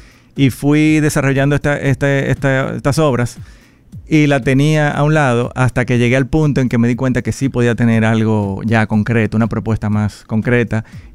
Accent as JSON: {"language": "Spanish", "country": "Dominican Republic", "said": "el béisbol siempre ha sido parte de todos nosotros como dominicanos."}